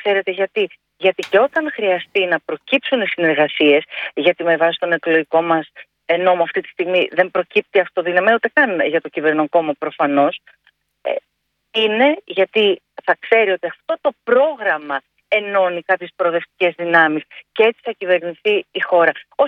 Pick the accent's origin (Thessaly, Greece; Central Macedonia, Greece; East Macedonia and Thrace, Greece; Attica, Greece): Central Macedonia, Greece; Thessaloniki